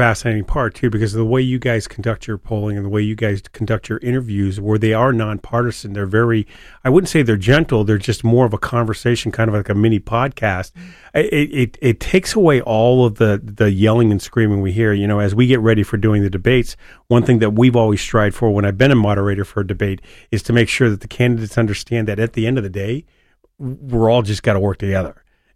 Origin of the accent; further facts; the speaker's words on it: Portsmouth, New Hampshire, United States; I grew up in Portsmouth.